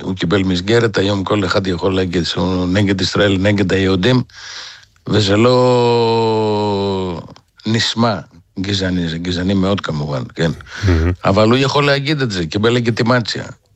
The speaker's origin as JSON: {"language": "Hebrew", "town": "Thessaloniki", "region": "Central Macedonia", "country": "Greece", "tie": "born or raised there", "second_language": "Hebrew", "said": "אני נולדתי בסלוניקי, אני יליד סלוניקי, כן. אני למדתי בטכניון 5 שנים, ומשם זה העברית שלי."}